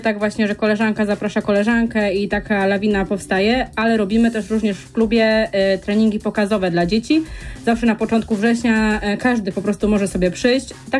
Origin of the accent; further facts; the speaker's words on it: Rogowo, Kuyavian-Pomeranian Voivodeship, Poland; moved away as an adult; ja pochodzę z Rogowa i tam w LKS Rogowo zaczęłam swoją przygodę.